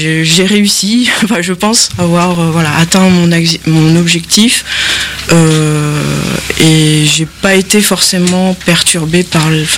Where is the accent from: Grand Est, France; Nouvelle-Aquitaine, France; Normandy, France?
Normandy, France; Cherbourg; Enfin, je suis originaire en fait de Cherbourg, dans la Manche.